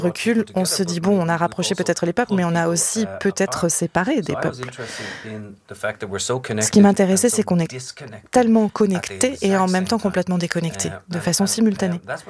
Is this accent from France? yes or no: no; Ireland; French is a second language; Je viens d'Irlande. On a vécu le colonialisme d'une façon très profonde.